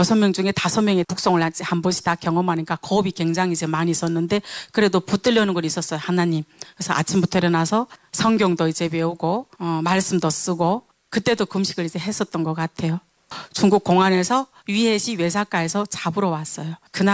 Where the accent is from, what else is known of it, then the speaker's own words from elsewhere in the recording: North Korea; Korean is a second language; moved away as an adult; also born or lived in China; 내가 북한 사람이란 거 얘기해야 되나 말아야 되나 이런 고민이 있었는데